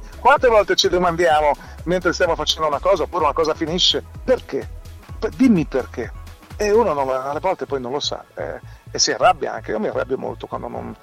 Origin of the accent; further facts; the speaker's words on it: Liguria, Italy; Sai, da Ligure io sono andato a vedere subito come era la cosa.